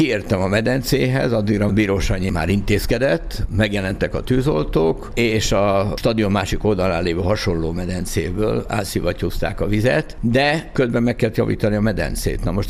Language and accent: Hungarian; Agárd, Fejér, Hungary; also born or lived in Budapest; Igen, hát én 4 éves voltam, amikor Zuglóból oda költöztünk, mert államos kitották édesapám pékségét, és lementünk az agárdi házunkba.